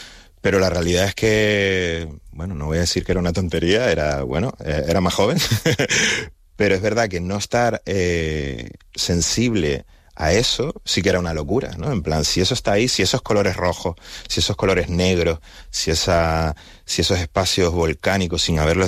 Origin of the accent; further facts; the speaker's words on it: Canary Islands, Spain; En plan, como muchísimos canarios y canarias, y en ese momento también me sentía como que no era ni de aquí ni de allá, ¿no? Entonces, allí era súper canarión, aquí un poco godo